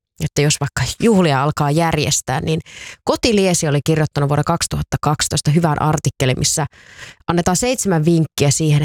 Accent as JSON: {"language": "Finnish", "town": "Tampere", "region": "Pirkanmaa", "country": "Finland", "tie": "born or raised there"}